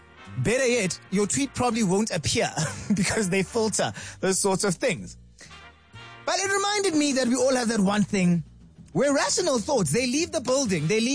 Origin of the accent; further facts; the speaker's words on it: Bethlehem, Free State, South Africa; Don't go to Bethlehem, my hometown